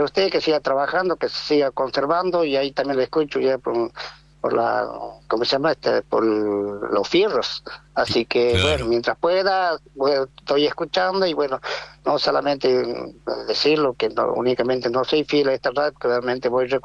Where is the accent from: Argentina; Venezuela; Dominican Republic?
Argentina; Jujuy; also born or lived in Buenos Aires; now in San Salvador de Jujuy, Argentina; Yo me iba, trabajaba cuando vine del departamento de Rinconada, San Salvador de Jujuy. Yo iba a la escuela nocturna. Y ahí aprendí el oficio. Y después que terminé de aprender el oficio, me fui a Buenos Aires con mi oficio